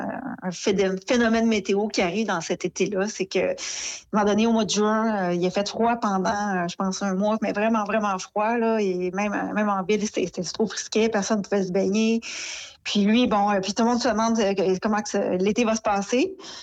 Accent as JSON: {"language": "French", "town": "L'Ascension", "region": "Quebec", "country": "Canada", "tie": "born or raised there"}